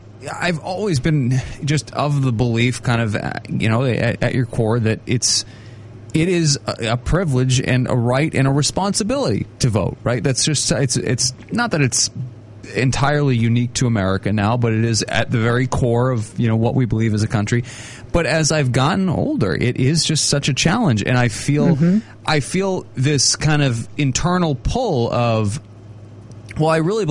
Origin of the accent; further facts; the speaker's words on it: Walpole, Massachusetts, United States; I grew up in Walpole. I've got a beautiful library there.